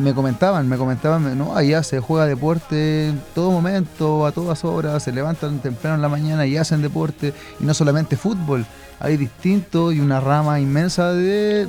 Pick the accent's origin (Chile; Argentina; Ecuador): Chile